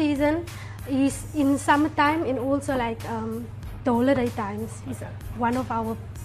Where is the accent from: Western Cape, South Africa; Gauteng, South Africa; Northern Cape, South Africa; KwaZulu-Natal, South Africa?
Western Cape, South Africa; Prince Albert; born there; also born or lived in George